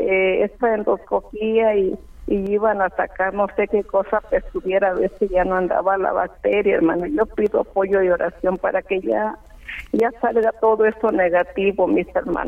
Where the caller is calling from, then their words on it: Guadalupe, Nuevo León, Mexico; De aquí, de Guadalupe